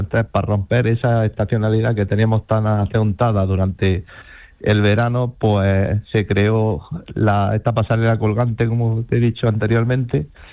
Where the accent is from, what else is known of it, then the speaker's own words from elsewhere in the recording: Andalusia, Spain; Bueno, pues en mi pueblo yo diría que es un pueblo muy bonito, de la costa tropical. Estamos en la provincia de Granada, un pueblo con costa